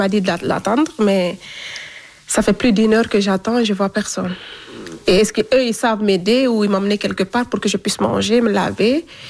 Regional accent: Guinea; now in France

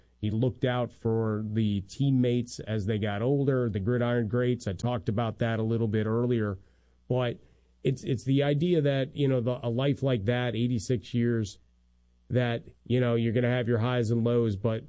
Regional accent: Chicago, Illinois, United States; But there was also the Mike Ditka that I loved growing up in Chicago

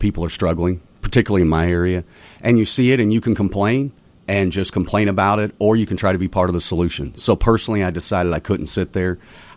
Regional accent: Benton, Illinois, United States; I'm from Benton, Illinois.

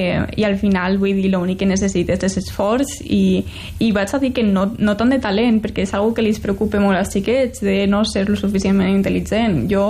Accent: Benicarló, Valencian Community, Spain; moved away as an adult; jo quan vaig créixer aquí a Benicarló

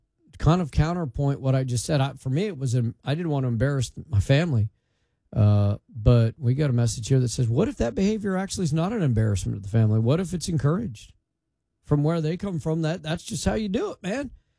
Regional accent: Colorado, United States; there was Coors Barley, was a big agriculture community where I grew up in Colorado.

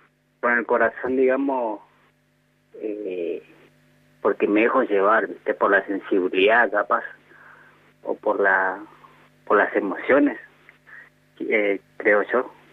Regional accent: Formosa, Argentina

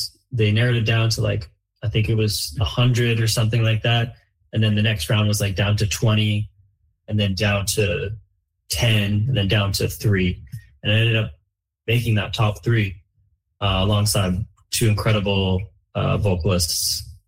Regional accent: Coquitlam, British Columbia, Canada; For sure. I honestly loved it. It was 18 years of my life. You say Coquitlam, but really it was the Tri-Cities for me.

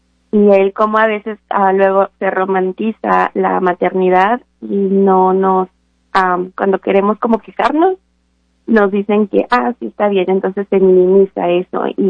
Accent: Apizaco, Tlaxcala, Mexico; moved away; soy mexicana del estado de Tlaxcala, es el estado más chiquito que se encuentra en la República Mexicana, en la ciudad de Apizaco. Lo que se da ahí mucho es el maíz, entonces se considera una ciudad de maíz

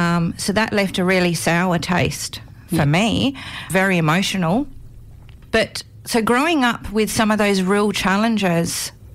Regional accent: Australia; born there; I'm from an Italian background. I was born here in Australia, but both my parents are Italian background. So I grew up very strong in tradition and language at home.

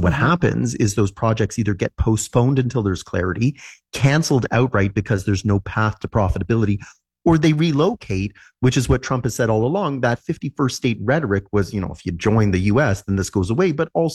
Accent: Ontario, Canada; born or raised there

